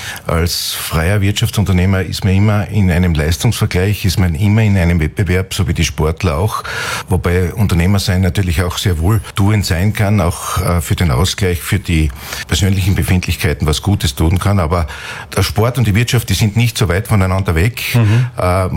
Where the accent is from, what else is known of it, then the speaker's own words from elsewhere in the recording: Styria, Austria; immer in meiner Heimatregion arbeiten haben zu dürfen, besonders im oberen Murtal.